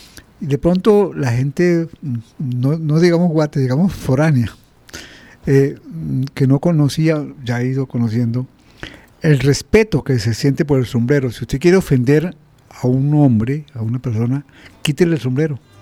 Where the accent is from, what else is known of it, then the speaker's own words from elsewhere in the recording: Los Llanos, Venezuela; para uno como llanero